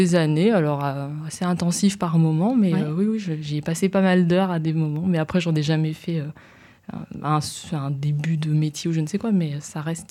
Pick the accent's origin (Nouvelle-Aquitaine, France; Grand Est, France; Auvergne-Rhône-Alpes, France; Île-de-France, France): Auvergne-Rhône-Alpes, France; Grenoble; moved away as an adult; now in Valence, France; je suis grenobloise, mais je suis née à Grenoble, mais finalement. J'ai atterri dans la Drôme.